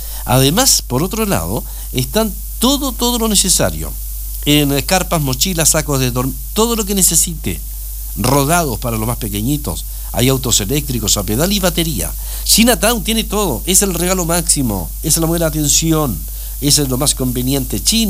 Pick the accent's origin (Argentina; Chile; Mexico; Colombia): Chile; somos chilenos